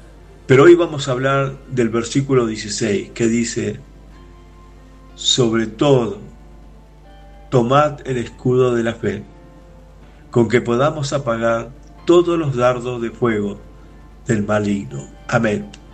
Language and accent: Spanish; Argentina; now in Los Muermos, Chile; soy de Argentina